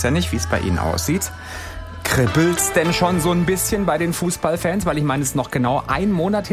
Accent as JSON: {"language": "German", "town": "Stuttgart", "region": "Baden-Württemberg", "country": "Germany", "said": "ich als Stuttgarter"}